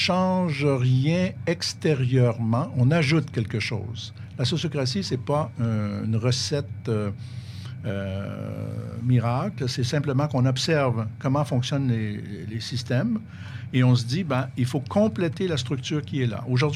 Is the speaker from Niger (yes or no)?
no; Quebec, Canada; Nous, chez nous, au Québec